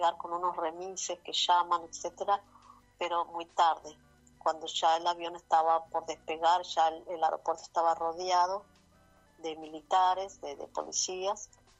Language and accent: Spanish; Santiago del Estero, Argentina; mi padre nació, somos de Santiago del Estero